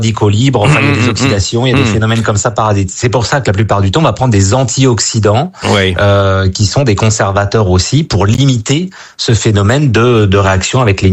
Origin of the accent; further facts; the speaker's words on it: Brittany, France; born there; moi, je suis né en Bretagne et mon grand-père était charcutier.